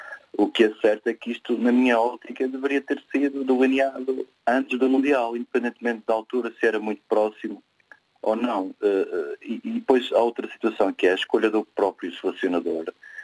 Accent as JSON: {"language": "Portuguese", "region": "Madeira", "country": "Portugal", "tie": "born there", "moved": "yes", "lives_now": "Porto, Portugal", "said": "também nasci na Madeira, embora esteja cá no Porto."}